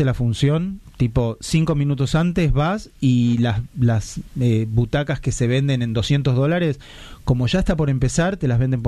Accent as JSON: {"language": "Spanish", "region": "Córdoba", "country": "Argentina", "said": "Somos 9 y medio, porque yo como soy cordobés, sí."}